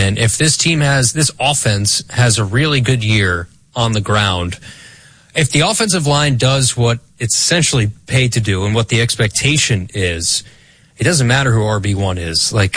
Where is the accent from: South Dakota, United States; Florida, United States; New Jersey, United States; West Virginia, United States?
New Jersey, United States; I mean, I'm from New Jersey. Come on.